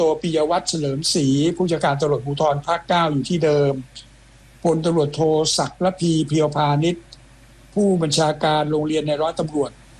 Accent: Surin, Thailand; accent: Surin; ่าผมเป็นเขมรผมก็บอกผมเป็นคนไทยเลยแต่พูดสำเนียง

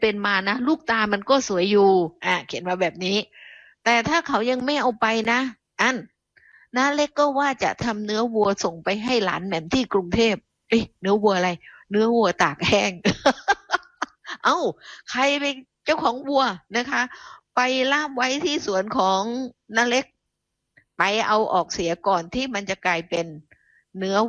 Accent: Southern Thailand, Thailand; accent: Southern Thai; พอดิฉันพูดใต้ดิฉันต้องมีสำนวนสำเนียงมาเลย

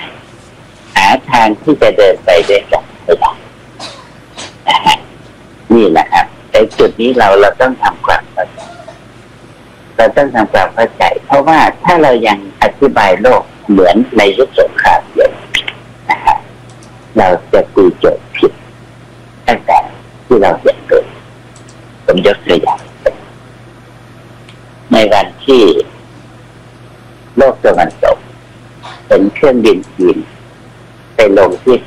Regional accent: Vientiane Province, Laos; พอข้ามไปปุ๊บนั่นแหละครับเรียกว่าบ้านเกิดบ้านเกิดก็เลยอยู่ในแขวงเวียงจันทร์ไม่ใช่นครหลวง

